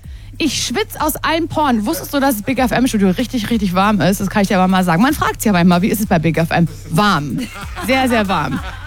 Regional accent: Stuttgart, Baden-Württemberg, Germany; Ich komme aus Stuttgart.

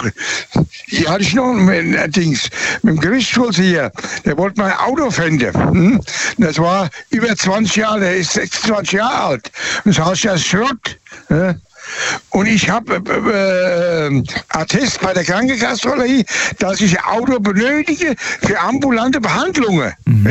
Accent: Birlenbach, Germany; born there; Und zwar weiß ich, wo ich geboren bin, in dem Ort Birlenbach.

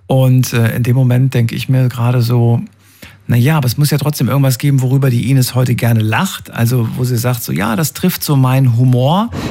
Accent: Frankfurt, Hesse, Germany; Frankfurt am Main. Aus meinem Hometown.

